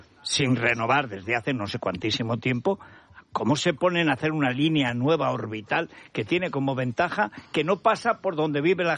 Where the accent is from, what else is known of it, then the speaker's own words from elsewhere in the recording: Aragon, Spain; Y no, pero usted no es aragonés, yo sí, pero a efectos fiscales soy un esclavo catalán.